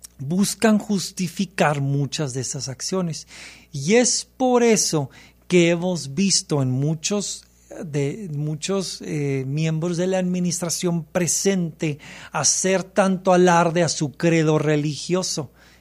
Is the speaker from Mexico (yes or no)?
yes; Mexico; Hablo el idioma materno, mi idioma materno es el español, que es el idioma que se habla en México.